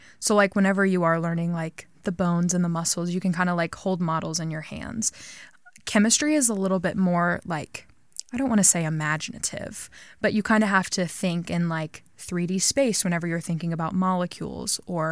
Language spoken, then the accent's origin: English; Ava, Illinois, United States; So I'm actually from a really small town about 30 minutes away from Carbondale, Illinois. Shocking, I know. It's called Ava.